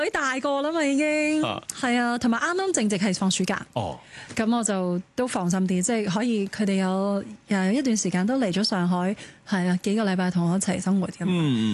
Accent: Hong Kong; 我一個香港人

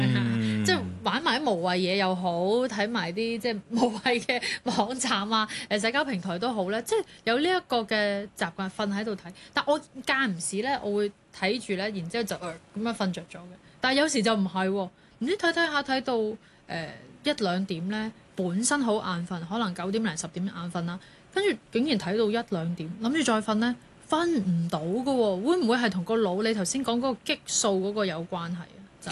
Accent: Hong Kong; 我哋香港人，包括我自己啦

